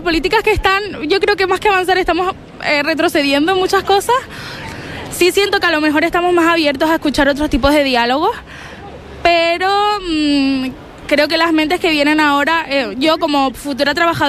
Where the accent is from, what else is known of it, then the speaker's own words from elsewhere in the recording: Spain; Soy la única española en un piso de Erasmus. Sí, en mi propio país he hablado muy poco español, la verdad.